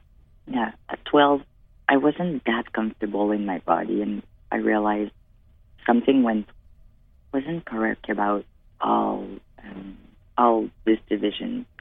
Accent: Caraquet, New Brunswick, Canada; first language French; English is a second language; now in Moncton, Canada; Je viens de Caraquet au New Brunswick.

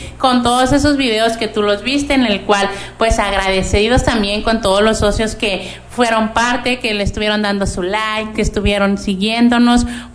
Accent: Mexico; hay muchas personas que andamos como buen mexicano en la compra de último momento.

